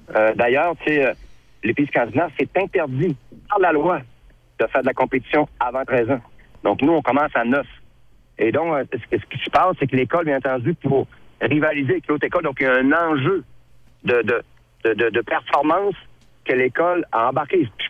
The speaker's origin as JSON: {"language": "French", "area": "Saguenay", "region": "Quebec", "country": "Canada", "said": "Chez nous, au Saguenay"}